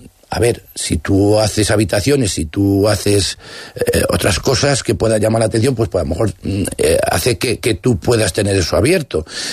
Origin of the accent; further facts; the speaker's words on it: Castile and León, Spain; en mi pueblo, y hay muchos pueblos de Soria